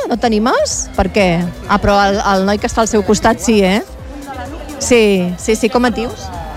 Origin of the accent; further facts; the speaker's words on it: Vilada, Catalonia, Spain; Està al Berguedà, al costat de Berga. Entre Berga i Ripoll és el primer poble.